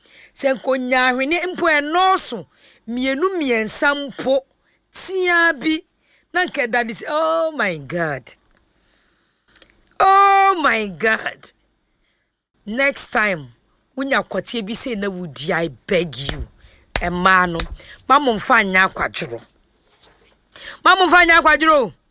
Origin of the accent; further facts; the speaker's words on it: Ghana; And then being a Ghanaian, no, that you say we are black stars